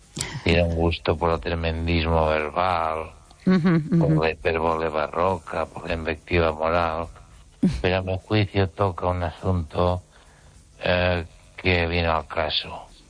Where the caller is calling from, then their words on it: Catalonia, Spain; desde Cataluña.